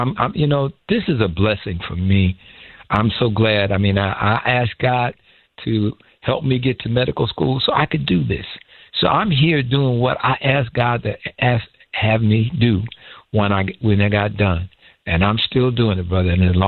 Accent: Inglewood, California, United States; I grew up in Inglewood, and neither of my parents got past high school.

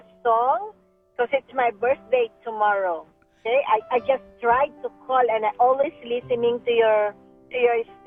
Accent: Philippines; English is a second language; moved away; Originally, I'm from Philippines.

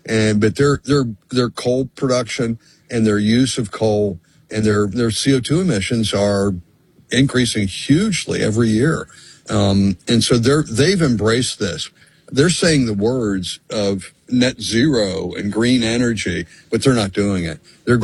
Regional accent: Pennsylvania, United States; I'm from my home state of Philadelphia or of Pennsylvania

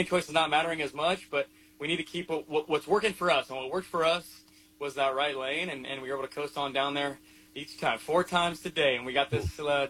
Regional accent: Georgia, United States; I get to come to Georgia. I get to drive down here in my home state, and it definitely felt like home field advantage.

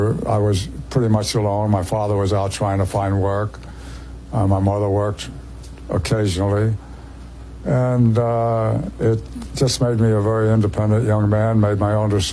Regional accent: Newark, New Jersey, United States; I was born in Newark, New Jersey in 1924, February 15th. We moved every October 1st because you got 3 free months concession of rent.

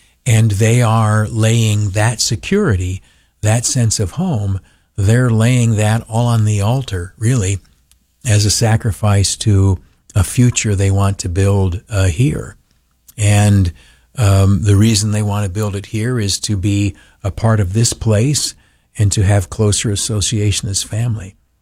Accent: New York, United States; I'm too old. My roots are too deep. I'm a New Yorker in every conceivable way. I'm not going anyplace.

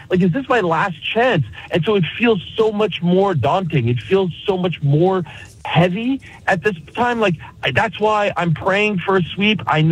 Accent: Montreal, Quebec, Canada

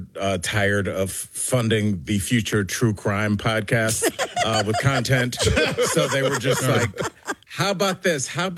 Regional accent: Cleveland, Ohio, United States

